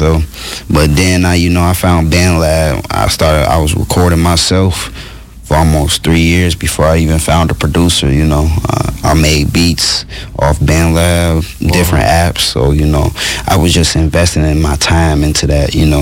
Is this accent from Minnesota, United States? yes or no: yes; St. Paul, Minnesota, United States; that's where I was raised at. You know, moved, you know, to Minneapolis during high school. But, you know, I'm always from St. Paul, you know.